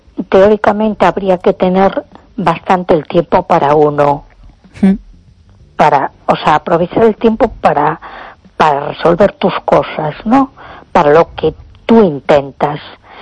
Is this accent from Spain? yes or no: yes; A Coruña, Galicia, Spain